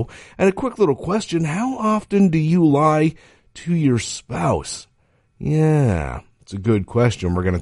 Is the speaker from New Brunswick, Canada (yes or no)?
no; Nova Scotia, Canada; We took a trip back to my hometown in Nova Scotia.